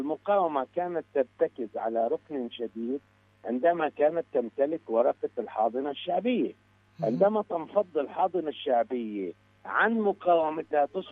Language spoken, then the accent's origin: Arabic; Gaza Strip, Palestine; عندنا في غزة